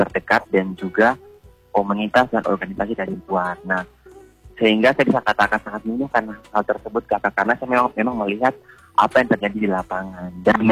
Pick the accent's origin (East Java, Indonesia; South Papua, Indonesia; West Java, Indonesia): South Papua, Indonesia